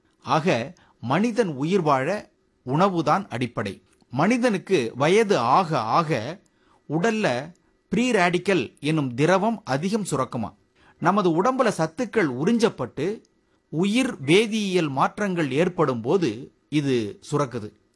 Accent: Tamil Nadu, India; first language Tamil; நம்ம மாநிலம்தான் தமிழ்நாடுன்னு குறிப்பிடப்படுது.

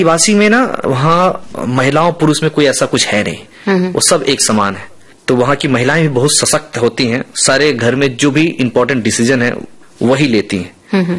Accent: Bihar, India; first language Bajjika; Hindi is a second language; और बज्जिका मेरी मातृभाषा है। मेरी दादी, मेरे दादा, मेरे घर में आज भी जब अगर आपके सामने मेरा फोन आ जाए तो मैं अपनी माता जी से, पिताजी से बज्जिका में ही बात करूंगा।

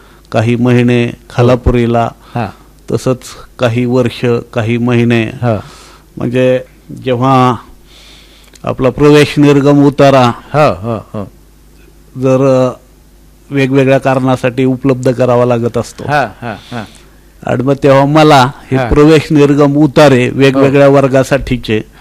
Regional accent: Beed, Maharashtra, India; moved away; also born or lived in Khalapuri; आम्ही खोकरमोला माझं बालपण व्यतीत झालेलं आहे.

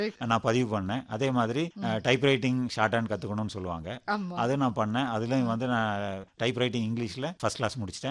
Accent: Coimbatore, Tamil Nadu, India; படிச்சது எல்லாமே கோயம்புத்தூர். இங்க பிறந்தது வந்து குப்பசாமிநாடு ஹாஸ்பிடல் தான் பிறந்தேன்.

